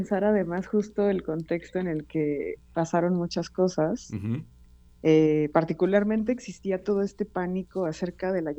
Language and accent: Spanish; Guanajuato, Mexico; now in Mexico City, Mexico; yo vengo de Guanajuato, entonces es un clima igual seco, desértico.